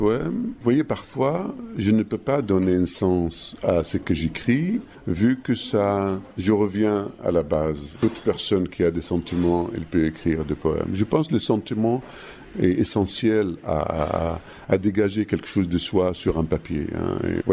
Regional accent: Iraq; French is a second language; now in Paris, France; je suis rentré clandestinement en Irak. Donc, je suis comme un étranger qui va, comme quand je suis venu à Paris, finalement, je parlais la langue. C'est la seule différence que je parle le dialecte. Jusqu'à aujourd'hui, je le parle très bien, le dialecte de mon pays d'orig

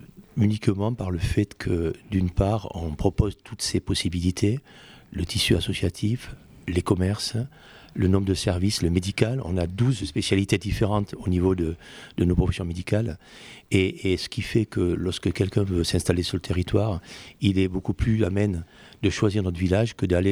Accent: Cahuzac-sur-Vère, Occitanie, France; Alors pour ma part, je suis né à Cahuzac-sur-Vert, donc j'y suis depuis 56 ans.

